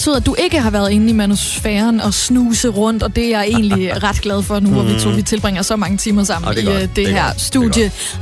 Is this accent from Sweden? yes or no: no; Lønstrup, North Denmark Region, Denmark; moved away; Op i Lønstrup, hvor jeg skal hjem